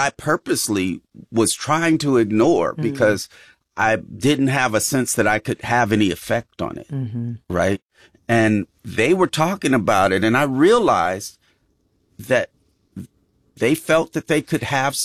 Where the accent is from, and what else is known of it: California, United States